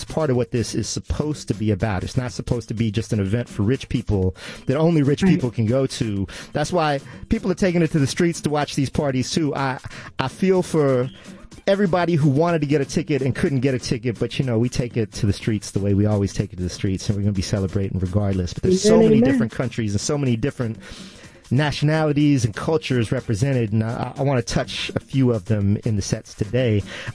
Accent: Aruba; now in United States; I am from Aruba.

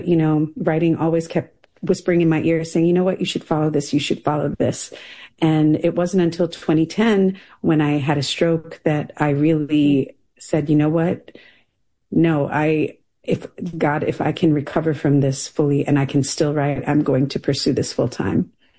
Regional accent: New York City, New York, United States; also born or lived in Grenada; the daughter of a Grenadian man and an Italian-American woman. I grew up in New York City, but Grenada has always been my second home.

